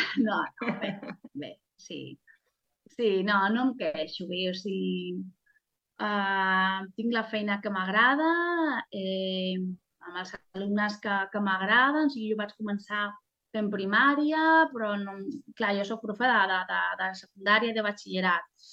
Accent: Madrid, Community of Madrid, Spain; Catalan is a second language; moved away as an adult; now in Vilanova del Vallès, Spain; a vegades dic que sóc de Madrid, és com, no, no me hables castellano. O sigui, jo parlo català.

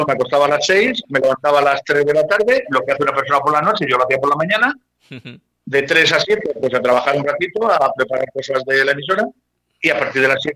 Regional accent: Spain; Hablando como español

